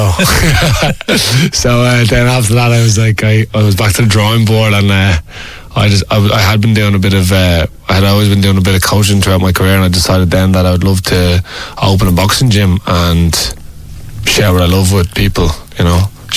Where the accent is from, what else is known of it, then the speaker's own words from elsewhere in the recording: Ireland; Well, I'm from Round Mines and I live in Cumberland at the moment.